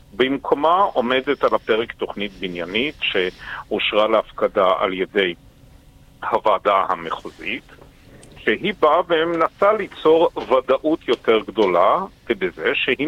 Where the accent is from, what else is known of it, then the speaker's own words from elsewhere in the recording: Haifa, Haifa District, Israel; מקורותיי בחיפה, אני חיפאי בשבר